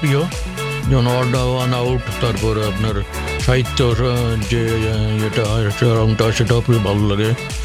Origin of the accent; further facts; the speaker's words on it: Behala, West Bengal, India; বেহালার থেকে আসছি।